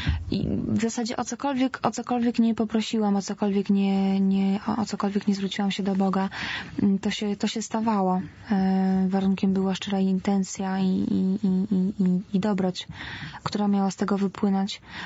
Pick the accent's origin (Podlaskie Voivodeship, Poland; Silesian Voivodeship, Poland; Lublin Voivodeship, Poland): Lublin Voivodeship, Poland; Zamość; Poszłam do liceum, poszłam do kościoła, takiego najbardziej znanego u mnie w Zamościu.